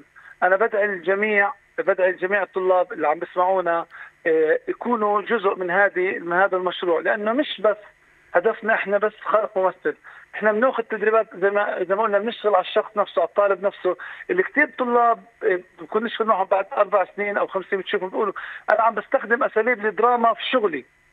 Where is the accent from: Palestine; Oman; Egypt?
Palestine; احنا كمسرحيين فلسطينيين